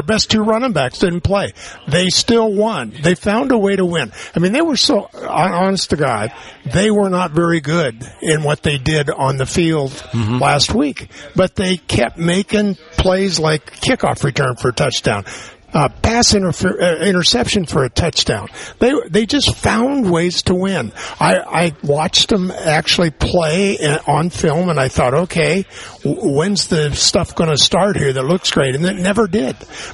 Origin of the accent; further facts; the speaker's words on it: Idaho, United States; I'm from Idaho. My parents would roll over in their graves if I missed this.